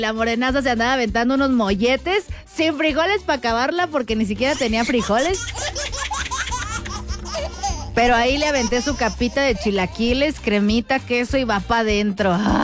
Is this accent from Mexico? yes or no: yes; Mexico; como todo mexicano que se respeta